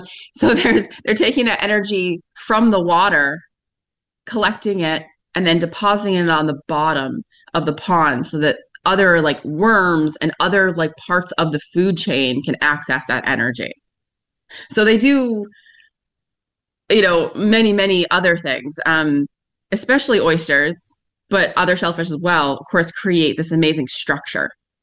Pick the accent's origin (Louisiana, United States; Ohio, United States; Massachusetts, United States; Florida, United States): Massachusetts, United States; Oak Bluffs; I'm from Oak Bluffs, born and raised in Oak Bluffs.